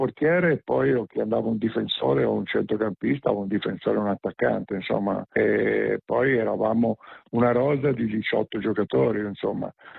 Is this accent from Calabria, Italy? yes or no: no; Tuscany, Italy; no, sono originario della provincia di Pisa. Mi mettono tutti Siena, ma io no. Provincia di Pisa io.